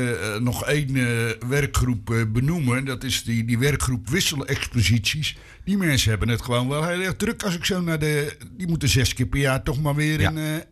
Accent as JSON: {"language": "Dutch", "country": "Netherlands", "said": "Want ik ben echt Hollander, hè?"}